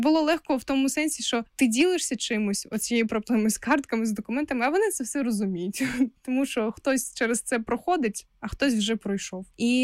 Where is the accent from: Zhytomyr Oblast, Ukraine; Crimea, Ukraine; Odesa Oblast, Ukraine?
Crimea, Ukraine; moved away as an adult; now in Kyiv, Ukraine; Я б дуже сильно хотіла, щоб в мене прописка стояла в Криму, в моєму рідному місті, в моєму рідному домі.